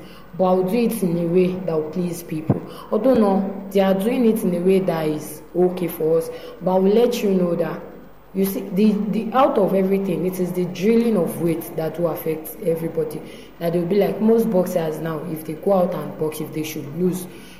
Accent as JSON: {"language": "English", "area": "Ajegunle", "region": "Lagos", "country": "Nigeria", "said": "I am also from Barriga."}